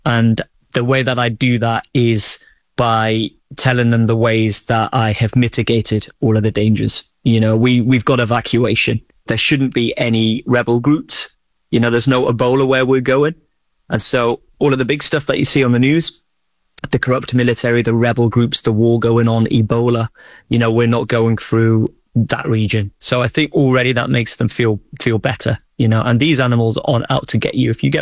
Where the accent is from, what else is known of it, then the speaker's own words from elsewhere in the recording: Old Colwyn, Wales, United Kingdom; growing up in North Wales in Old Colwyn, a place no one really knows